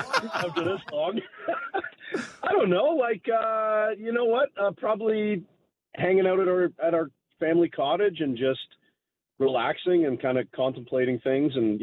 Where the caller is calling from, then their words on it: Mississauga, Ontario, Canada; Mississauga.